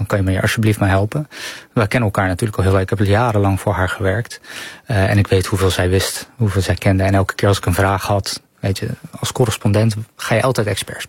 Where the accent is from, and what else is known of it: Netherlands; moved away